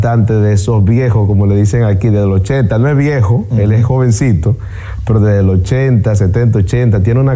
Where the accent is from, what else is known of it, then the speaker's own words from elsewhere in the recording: Dominican Republic; Vengo desde Dominicana